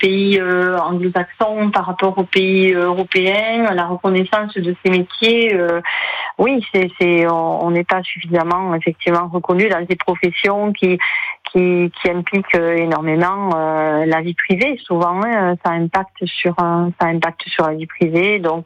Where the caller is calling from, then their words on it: Villefranche-de-Rouergue, Occitanie, France; À Villefranche-de-Rouergue.